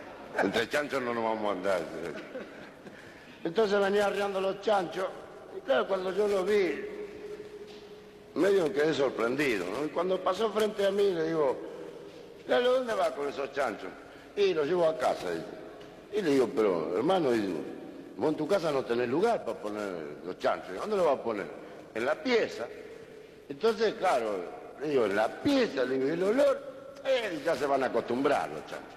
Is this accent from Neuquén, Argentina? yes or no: no; Luján, Buenos Aires Province, Argentina; nosotros somos nacidos y criados en Luján.